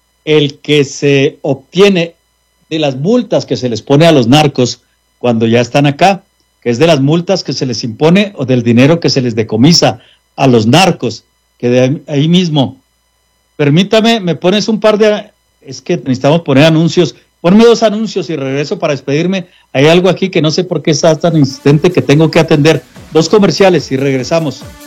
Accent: Mexico; now in United States; los que somos mexicanos

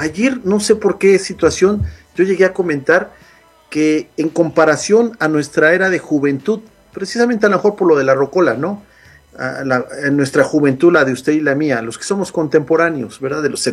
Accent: Zacatepec, Morelos, Mexico; moved away; de donde soy originario, el Zacatepec

